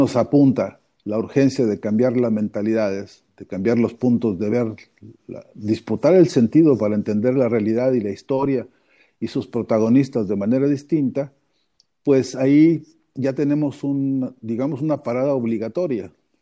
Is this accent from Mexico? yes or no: yes; Mexico; soy mexicano